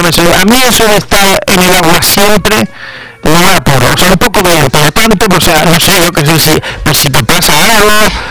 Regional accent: Galicia, Spain; Que soy gallego, ¿no?

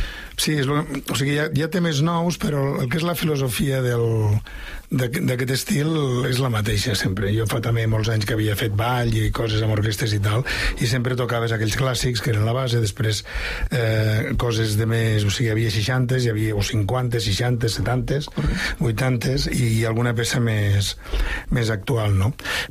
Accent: Lleida, Catalonia, Spain; moved away as an adult; Jo sóc de Lleida, vaig venir aquí l'any 90, aproximadament.

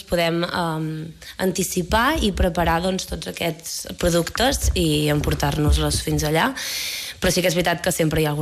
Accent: Catalonia, Spain; jo soc catalana

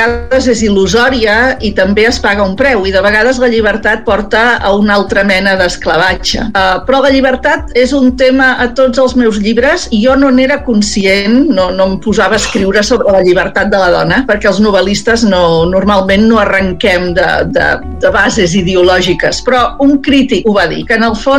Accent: Barcelona, Catalonia, Spain; quan jo era petita, al Raval, a Barcelona, al costat de casa, nosaltres teníem botiga

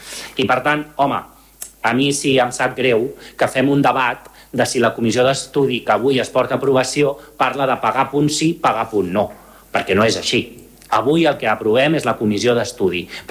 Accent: Malgrat de Mar, Catalonia, Spain; els que som de Malgrat i tenim cotxe a Malgrat

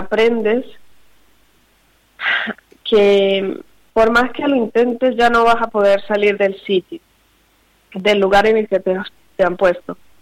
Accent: Colombia; born there

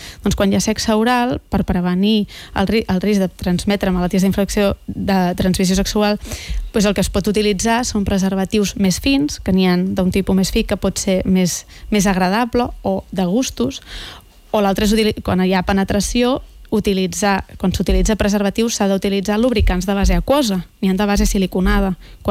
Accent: Pineda de Mar, Catalonia, Spain

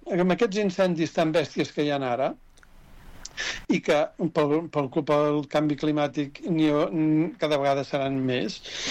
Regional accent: Catalonia, Spain; born there; jo recordo quan era petit, allà a Sant Sebastià, que no hi havia tant bosc encara, que jo ara tinc 67 anys

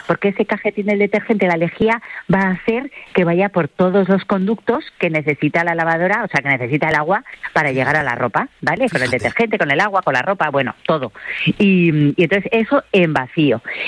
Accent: Spain

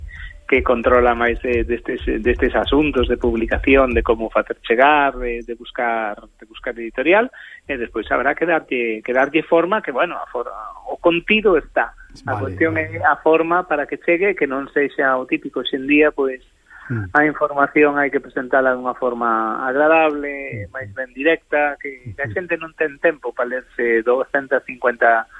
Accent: Vimianzo, Galicia, Spain; Esta non me acaban de dar destino definitivo no meu pobo, en Vimianzo, donde empezo a partir do 1 de setembro

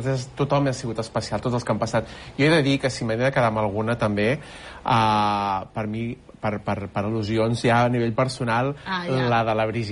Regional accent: Catalonia, Spain; nosaltres som del Baix Penedès, i de rural i de coses

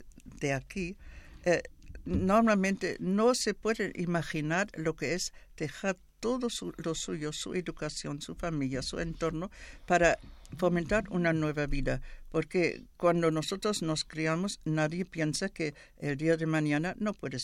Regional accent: Germany; Spanish is a second language; moved away; yo soy alemana y vine aquí para estudiar castellano y todavía lo estoy estudiando.

